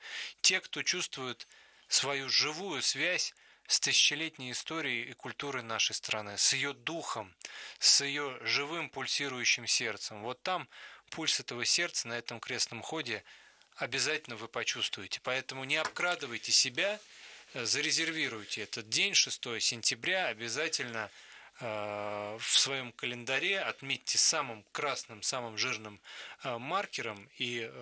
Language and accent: Russian; Moscow, Russia; Мы с Романом коренные москвичи оба